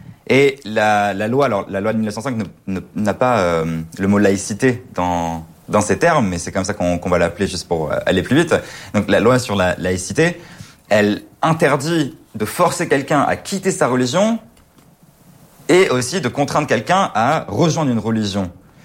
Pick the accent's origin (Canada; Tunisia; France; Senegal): France